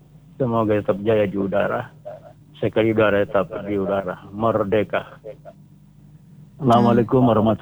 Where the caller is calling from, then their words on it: West Sulawesi, Indonesia; dari warga Lombang lagi ini.